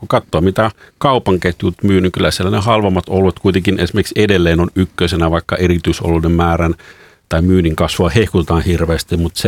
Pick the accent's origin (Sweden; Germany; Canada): Germany; now in Finland; mähän olen syntynyt ja asunut Saksassa pitkään. Että mä olen tavallaan se, että keski-eurooppalaisen kulttuurin kasvatti.